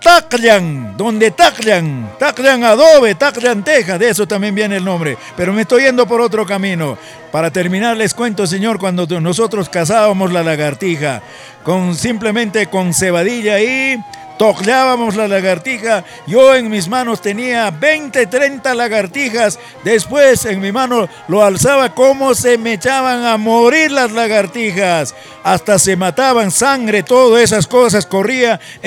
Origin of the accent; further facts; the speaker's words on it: Huaraz, Ancash, Peru; en la zona de nuestro Huaraz querido